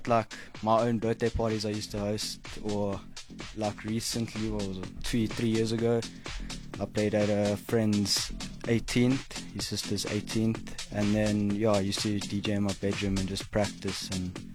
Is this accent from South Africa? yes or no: yes; Bedfordview, Gauteng, South Africa; So, grew up, born and raised in Bedford View.